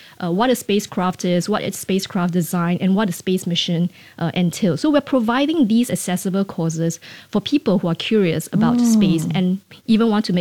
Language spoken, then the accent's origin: English; Singapore; but generally for Singapore, as a Singaporean, I think it's a very strong government.